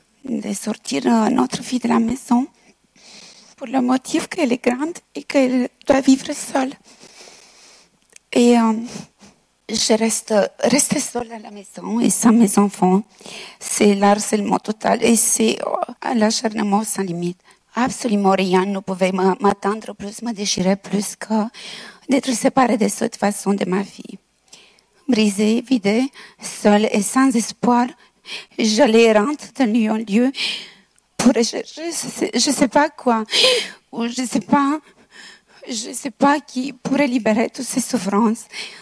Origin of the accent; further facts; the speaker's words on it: Transylvania, Romania; je suis originaire de Transylvanie